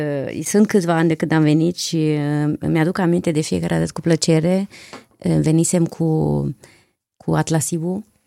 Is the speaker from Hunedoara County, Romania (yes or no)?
no; Alba Iulia, Alba County, Romania; Eu sunt din Transilvania, de unde vine Dracula, cum zicem de multe ori aici. Okay. Sunt din Alba Iulia, un oraș foarte frumos, care merită vizitat.